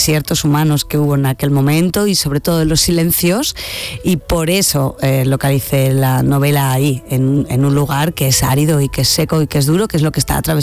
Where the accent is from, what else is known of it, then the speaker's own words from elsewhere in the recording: Huesca, Aragon, Spain; now in Madrid, Spain; soy de Huesca